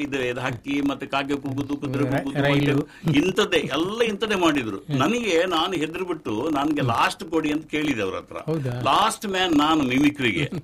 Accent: Mangaluru, Karnataka, India; born there; also born or lived in Kerala / Bengaluru / Puttur; ನಾನು ಹುಟ್ಟಿದ್ದು ಕೇರಳ, ಬೆಳೆದಿದ್ದು ಮಂಗಳೂರು, ಕಲ್ತಿದ್ದು ಬೆಂಗಳೂರು. ಆದರೆ 10ನೇ ತನಕ ಬೆಂಗಳೂರು ಕಲಿತು ವಾಪಸ್ ನಾನು ಮಂಗಳೂರಿಗೆ ಬಂದಾಗ ಮಂಗಳೂರಿನಲ್ಲಿ first P U C Ganapati ಕಾಲೇಜಲ್ಲಿ ಮಾಡಿದೆ.

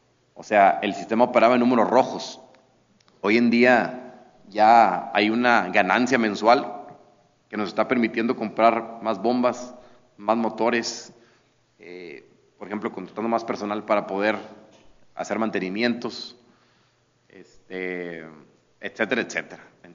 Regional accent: Coahuila, Mexico

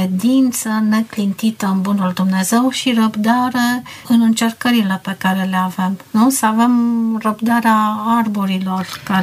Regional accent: Vatra Dornei, Suceava County, Romania; born there; moved away; Eram plecată din Vata Dornei de mulți ani și mi-era dor.

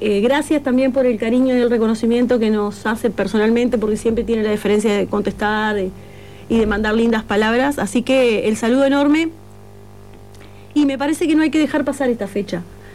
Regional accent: Maldonado, Uruguay

